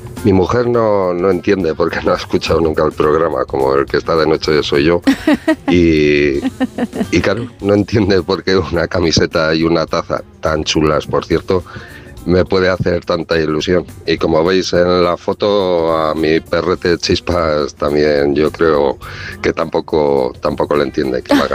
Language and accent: Spanish; Valladolid, Castile and León, Spain; Hola, buenas madrugadas. … de Valladolid.